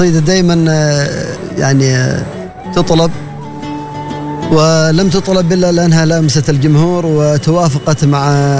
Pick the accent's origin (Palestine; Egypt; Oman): Oman; Dhofar; accent: Dhofari; فكوني مثلا شاعر في ظفار اعتز باللسان الظفاري العربي